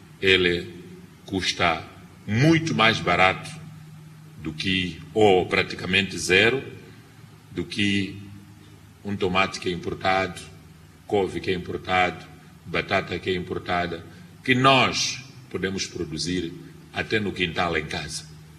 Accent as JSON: {"language": "Portuguese", "country": "Mozambique"}